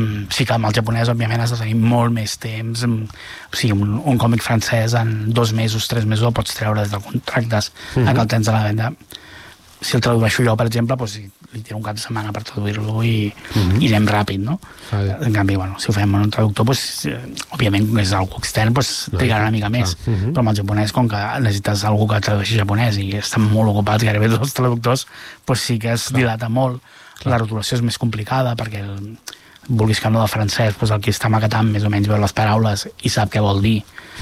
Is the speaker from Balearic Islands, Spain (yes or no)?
no; Sabadell, Catalonia, Spain; Jo soc de ciutat, jo soc de Sabadell